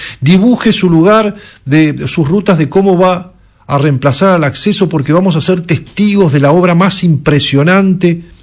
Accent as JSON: {"language": "Spanish", "region": "Mendoza", "country": "Argentina", "said": "lo que necesitamos como mendocinos"}